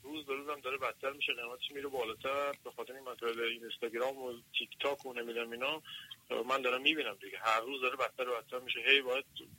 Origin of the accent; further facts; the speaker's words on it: Iran; moved away; همین که ما خودمونم تو ایران بودیم، تو ایران بزرگ شدم، تو وقتی که اومدم بیرون فکر میکردم آره چه خبر